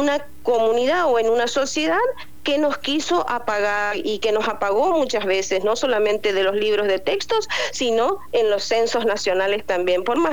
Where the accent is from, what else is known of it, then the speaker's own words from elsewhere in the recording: Argentina; todos y todas como pueblo argentino